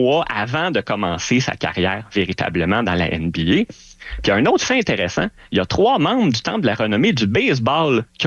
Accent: Quebec, Canada; Nous, chez nous au Québec, on n'a pas de Savannah Bananas, on n'a pas de Harlem Globetrotters, mais il y a une chose qu'on

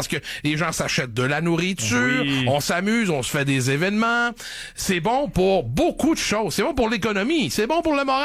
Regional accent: Granby, Quebec, Canada; la rue de mon enfance, à Irwin, à Granby.

